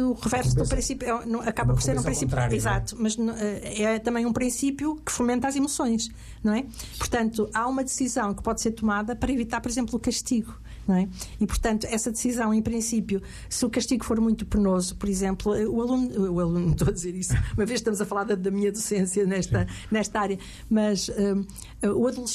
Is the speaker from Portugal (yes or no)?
yes; Aveiro, Centro, Portugal; Da zona de Aveiro, em que eu vivi propriamente. Eu digo sempre que não sou das grandes avenidas, eu sou do Sal, da Ria do Sal, da Ria que entra sem cerimónia, não é?